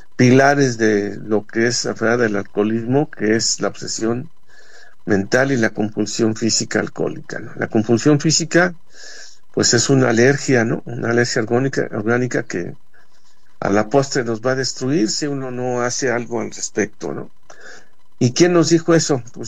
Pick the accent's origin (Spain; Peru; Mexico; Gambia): Mexico; soy muy mexicano, y como soy muy mexicano, muy patriota